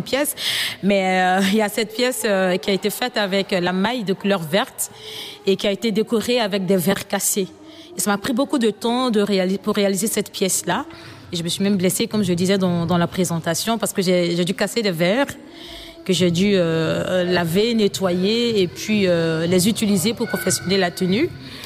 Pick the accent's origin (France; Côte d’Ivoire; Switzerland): Côte d’Ivoire; now in Belgium